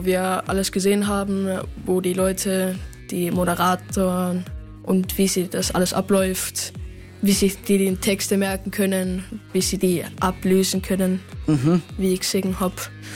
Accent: Klagenfurt, Carinthia, Austria; Ich komme aus Klagenfurt und ich wohne nähe des Kinos.

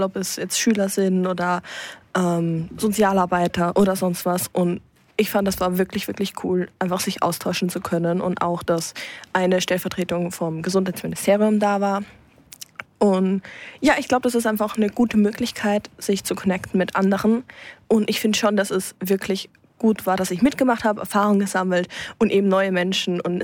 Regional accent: Zwickau, Saxony, Germany; ich komme aus Zwickau

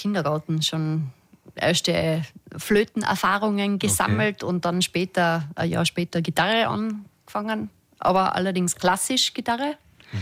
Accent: Götzens, Tyrol, Austria; Aus Götzens.

